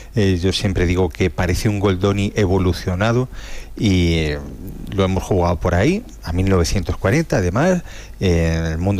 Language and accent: Spanish; Ciudad Real province, Castilla-La Mancha, Spain; moved away; al entrar en la provincia de Ciudad Real, yo soy de aquí, mis padres eran de Puerto Llano, es decir, le he dicho a mi mujer, digo, mira, esas son mis montañas, mi sitio, y es como llegar a casa.